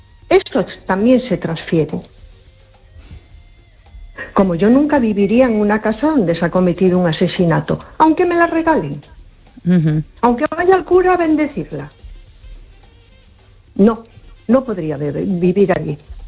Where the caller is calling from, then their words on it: A Coruña, Galicia, Spain; No, buenas noches … de Coruña.